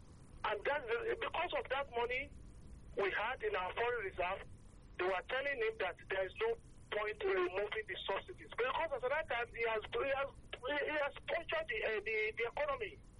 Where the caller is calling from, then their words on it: Lagos, Nigeria; I'm calling from Fagba this morning.